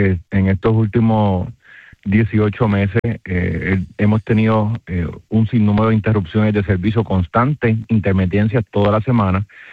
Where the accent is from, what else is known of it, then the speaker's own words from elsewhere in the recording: Camuy, Puerto Rico; por supuesto de mi pueblo de Camuy.